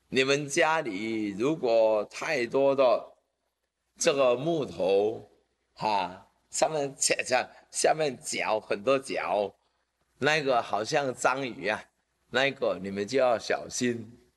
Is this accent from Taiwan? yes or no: yes; Taiwan; 他们不认识啊，我们台湾人不认识